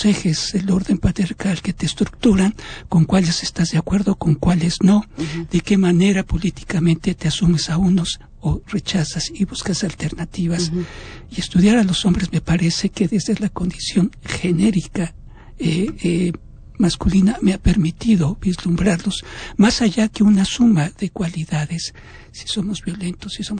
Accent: Puebla, Mexico; Estudié en la Universidad Autónoma de Puebla. Soy de Puebla.

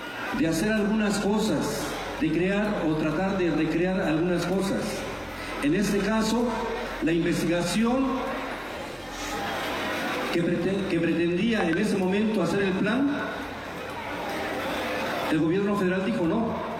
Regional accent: Tlaxiaco, Oaxaca, Mexico; somos tres veces heroica ciudad de Tlaxiaco.

